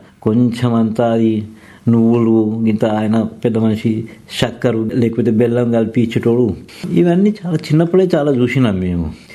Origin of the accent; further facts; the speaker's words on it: Adilabad, Telangana, India; born there; నేను పుట్టింది ఆదిలాబాద్లోనే.